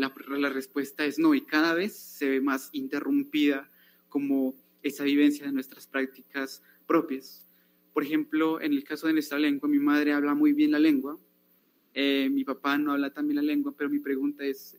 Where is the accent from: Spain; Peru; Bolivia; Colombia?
Colombia; Sibundoy, Putumayo; moved away as an adult; now in Bogotá, Colombia; en este caso hablo de Sibundoy